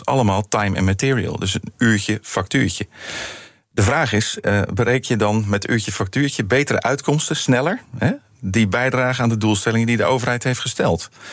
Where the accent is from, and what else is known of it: Netherlands